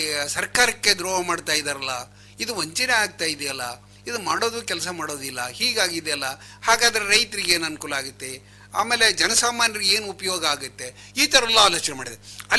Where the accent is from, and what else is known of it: Karnataka, India; born there; now in Shivamogga, India